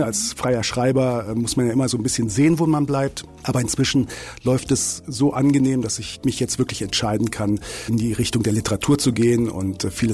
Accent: Northern Germany, Germany; now in Grado, Italy; ich komme ja aus Norddeutschland

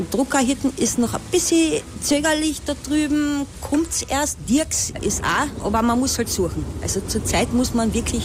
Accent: Carinthia, Austria; Bei uns in Kärnten heißen sie dann Nagerlern.

